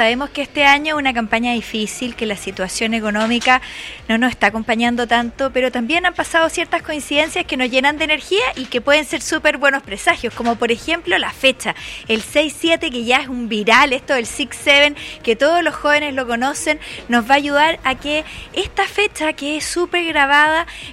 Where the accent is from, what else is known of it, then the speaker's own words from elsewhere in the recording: Chile; nos identifican como chilenos y que nos hacen sentirnos orgullosos de ser chilenos